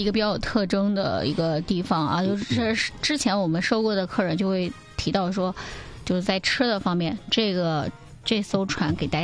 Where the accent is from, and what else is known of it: China